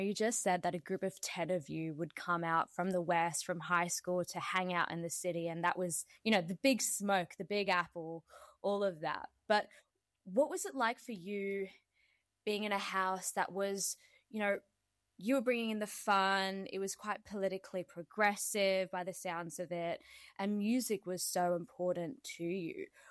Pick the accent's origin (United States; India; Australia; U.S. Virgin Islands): Australia; Sydney, New South Wales; I'm also from Western Sydney as well.